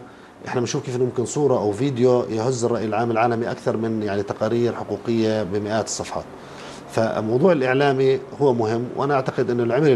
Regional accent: Palestine; واحنا احنا كفلسطينيين الان لا يوجد لدينا حقوق تحت الاحتلال.

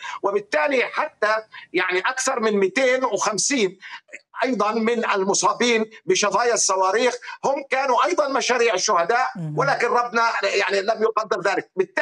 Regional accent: Palestine; إحنا بشر كفلسطينيين

